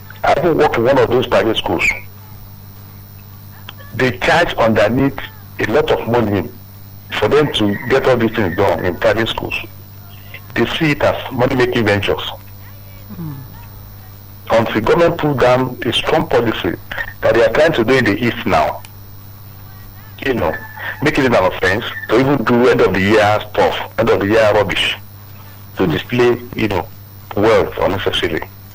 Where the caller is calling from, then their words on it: Akute, Ogun, Nigeria; I'm calling from Akute.